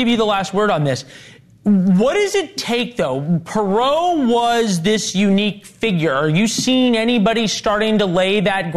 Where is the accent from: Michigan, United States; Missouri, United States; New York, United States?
Missouri, United States; my home state of Missouri